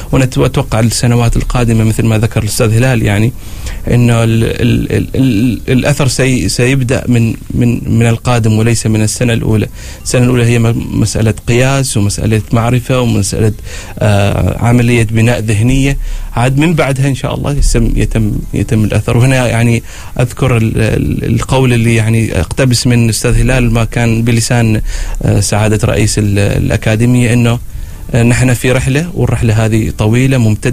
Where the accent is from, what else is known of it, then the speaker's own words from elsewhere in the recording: Oman; إنه نحن فعلا في السمت واضح عندنا في عمان